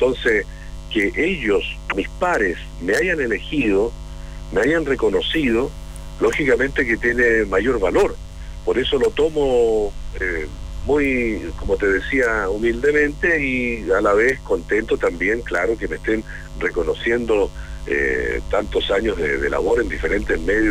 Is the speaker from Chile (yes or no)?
yes; Los Andes, Valparaíso, Chile; allá en la ciudad de Los Andes, de donde soy oriundo